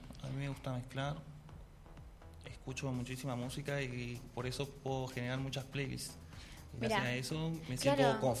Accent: Monteros, Tucumán, Argentina; en la parte que soy, de Monteros, Tucumán, la fortaleza del folclore.

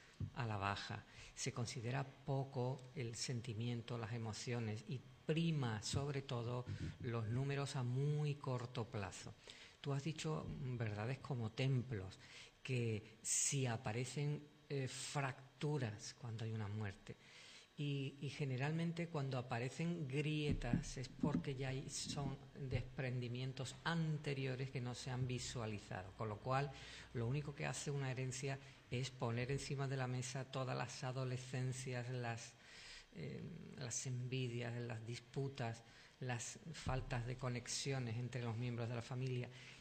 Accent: Andalusia, Spain; siendo andaluz

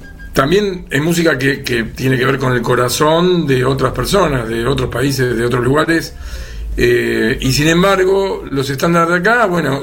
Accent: Argentina; No me considero un músico de jazz, me considero un músico argentino

